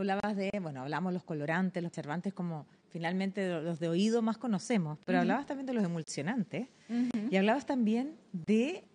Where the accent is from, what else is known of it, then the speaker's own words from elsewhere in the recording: Chile; Si algo sabemos en Chile es de temblores y terremotos.